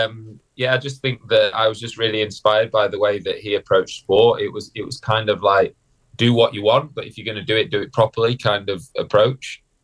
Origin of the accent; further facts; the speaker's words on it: Sheffield, Yorkshire and the Humber, United Kingdom; the tournament was actually in Sheffield, which is my hometown.